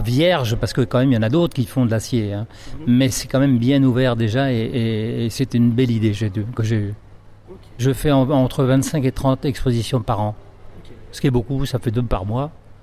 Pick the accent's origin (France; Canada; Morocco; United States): France; Castillon-du-Gard, Occitanie; je viens de Castillon-du-Gard, juste à côté du pont du Gard, mais vraiment à côté. Et j'ai un atelier qui fait 350 m², donc un grand atelier dans lequel je vis.